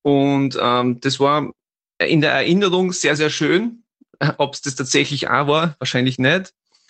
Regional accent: Leoben, Styria, Austria; moved away as an adult; now in East Styria, Austria; ich bin nämlich eigentlich in Leoben aufgewachsen und nur vor ein paar Jahren in die Oststeiermark gezogen, sozusagen. Davor eben in Leoben

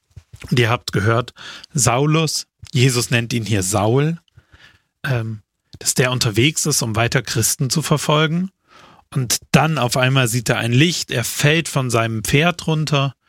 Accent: Austria; Zumindest heißt sie bei uns in Österreich so.

